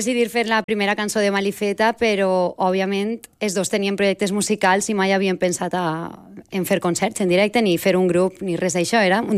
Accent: Valencian Community, Spain; som del País Valencià, vivim a una zona molt turistificada

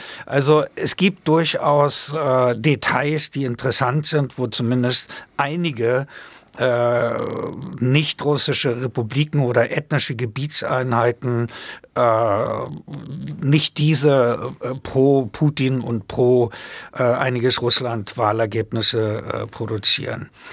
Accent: East Germany, Germany; aber ich bin in der DDR groß geworden

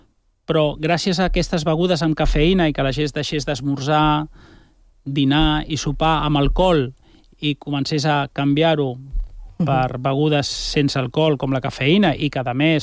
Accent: Barcelona, Catalonia, Spain; al meu barri, jo treballo de tota la vida al Born, els meus avis ja hi vivien i treballaven, els meus pares també, nosaltres també

